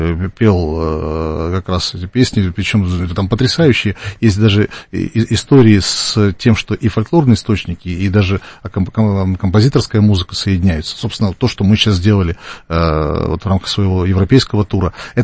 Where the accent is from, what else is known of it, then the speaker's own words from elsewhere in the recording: Siberia, Russia; как я ехал из Сибири поступать в Москву, в Гнесинку